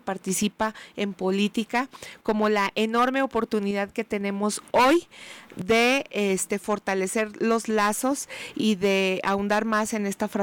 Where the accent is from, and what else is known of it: Mexico